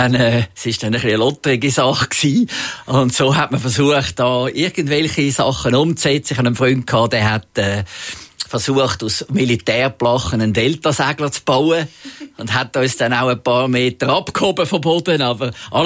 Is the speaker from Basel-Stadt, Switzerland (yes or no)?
no; Zurich, Switzerland; Aber natürlich bin ich aufgewachsen in Zürich und der Zoo war näher und ich war sehr viel im Zoo.